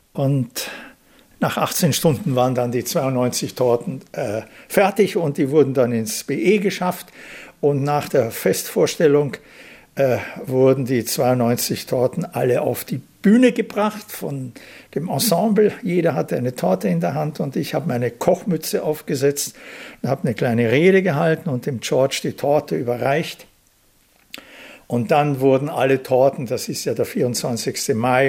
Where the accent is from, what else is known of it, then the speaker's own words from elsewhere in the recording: Vienna, Austria; dass ich Wiener bin. Ich bin ja auch in Wien geboren, ja. Also ich fühle mich tatsächlich immer noch als Wiener, nicht? Und das ist meine Heimat